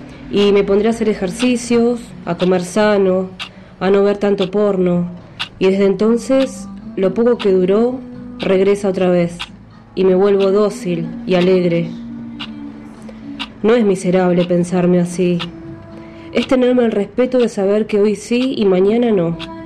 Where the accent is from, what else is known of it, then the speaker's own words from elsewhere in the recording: Bahía Blanca, Buenos Aires Province, Argentina; born there; now in Cipolletti, Argentina; nací en Bahía Blanca, pero hace muchos años que vivo acá en el Valle, en Cipolletti.